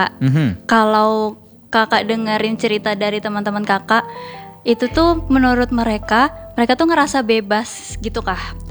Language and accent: Indonesian; Java, Indonesia; Aku juga Jawa dan ya enggak terlalu bisa